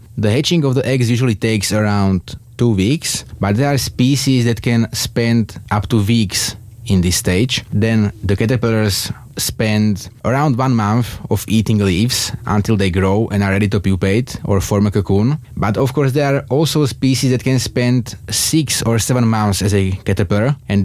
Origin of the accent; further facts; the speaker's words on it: Bielý Kostol, Slovakia; English is a second language; I'm from Bielý Kostol in Slovakia.